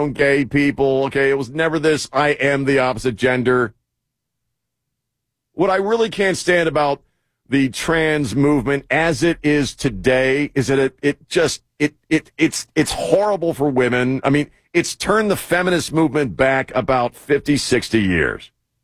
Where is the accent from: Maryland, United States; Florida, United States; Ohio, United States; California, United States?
Maryland, United States; Baltimore; born there; I grew up around the Baltimore Orioles